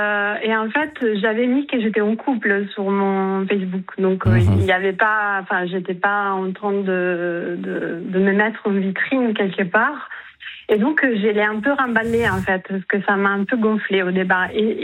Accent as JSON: {"language": "French", "country": "Italy", "accent": "Italian", "second_language": "French"}